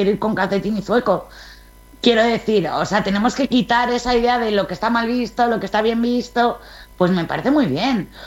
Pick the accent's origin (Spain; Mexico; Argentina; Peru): Spain; no lo veo tan hortera porque yo soy española